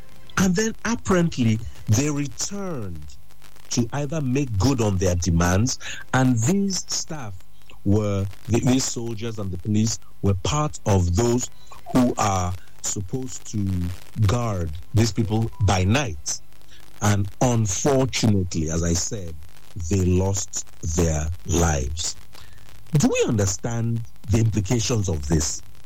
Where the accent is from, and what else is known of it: Nigeria